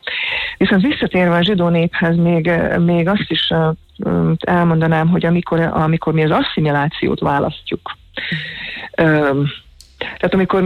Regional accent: Hungary; nagyon magyarok voltunk

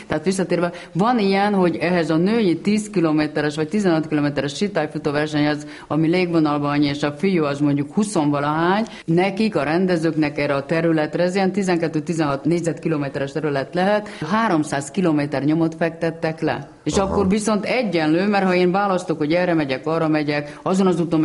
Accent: Hungary; vagyok, igen, és magyar, és kicsit svédül, igen.

